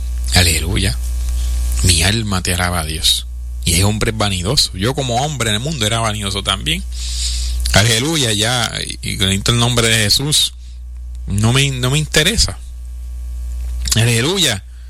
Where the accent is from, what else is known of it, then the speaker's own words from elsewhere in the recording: Puerto Rico; como dicen en mi país, Puerto Rico.